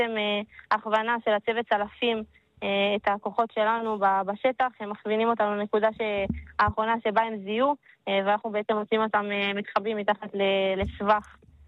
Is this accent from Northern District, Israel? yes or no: yes; Karmiel, Northern District, Israel; אני מקרמיאל